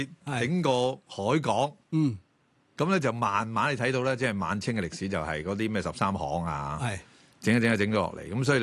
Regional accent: Hong Kong

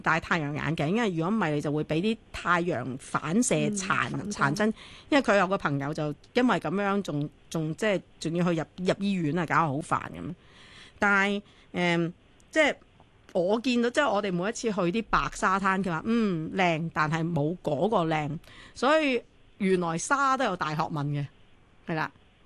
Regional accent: Hong Kong; 我哋香港人好中意食嗰啲乜嘢斑咩斑嗰啲

